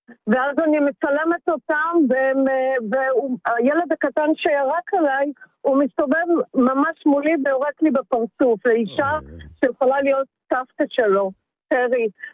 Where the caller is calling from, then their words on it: Holon, Tel Aviv District, Israel; הנהגת אוטובוס מחולון.